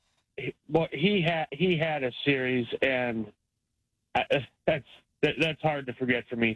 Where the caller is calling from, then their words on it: Wisconsin, United States; and I'm from Wisconsin, man.